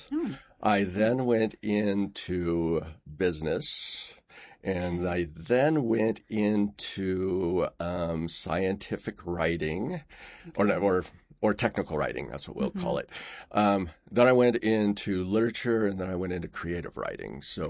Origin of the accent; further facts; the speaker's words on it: El Cajon, California, United States; I grew up in Southern California. So in a place called El Cajon, which is outside of just east of San Diego.